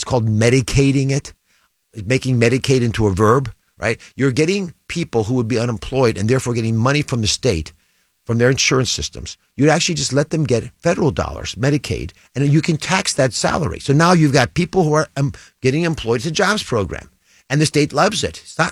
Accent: Philadelphia, Pennsylvania, United States; I'm from Philadelphia.

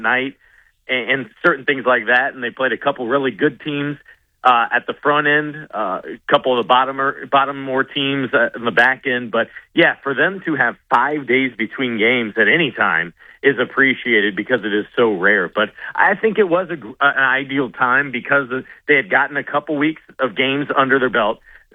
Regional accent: Indiana, United States; I'm from Central Indiana, so I grew up going to the race.

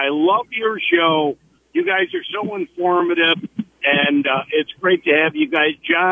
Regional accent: United States; I grew up in Wyoming County.

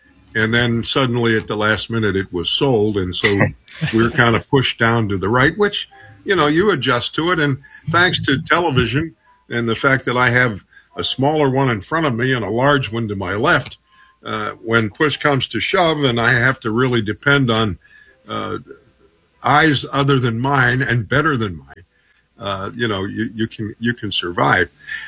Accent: Pittsburgh, Pennsylvania, United States; I grew up in Garfield, and Fort Pitt Field was high on the hill behind our house.

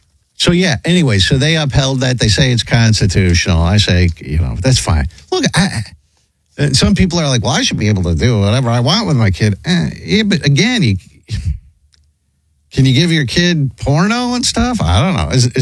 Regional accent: Puerto Rico; moved away; I came here from Puerto Rico, but go everyone go home.

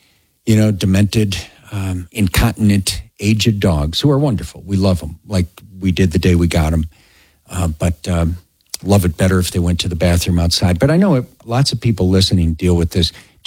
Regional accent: Chicago, Illinois, United States; Yeah, and nobody ever even referenced it. I mean, all the years growing up on Colon, there was never one wisecrack, one anything.

